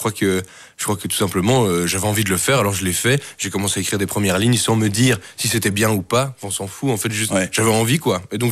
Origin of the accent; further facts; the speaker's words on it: Mons, Wallonia, Belgium; Oui, je viens de Mons, effectivement.